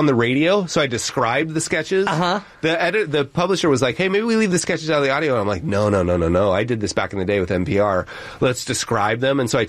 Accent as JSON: {"language": "English", "region": "Utah", "country": "United States", "said": "We're from Utah. Like, that's what we do."}